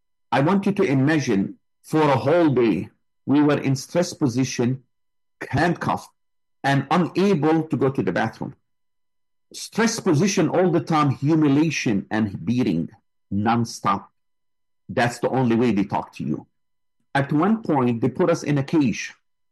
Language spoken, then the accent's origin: English; United States; I said, I'm from the US.